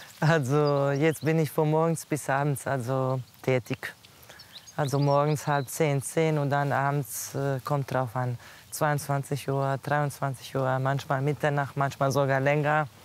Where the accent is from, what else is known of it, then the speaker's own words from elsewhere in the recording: Dubrovnik, Dubrovnik-Neretva County, Croatia; German is a second language; now in Germany; Ich komme aus Kroatien, ich bin in Dubrovnik geboren.